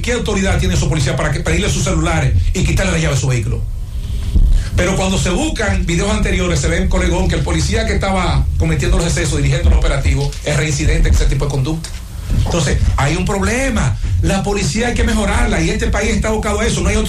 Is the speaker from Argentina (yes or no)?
no; Dominican Republic; y así sucesivamente, somos todos dominicanos.